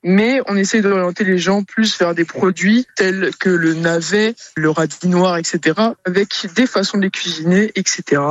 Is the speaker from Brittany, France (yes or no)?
yes; Brittany, France; Je suis un breton qui aime le fromage et le pain.